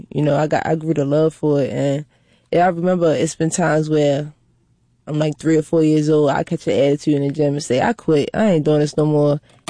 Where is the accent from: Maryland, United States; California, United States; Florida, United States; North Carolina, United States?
Maryland, United States; Baltimore; I'm from West Baltimore.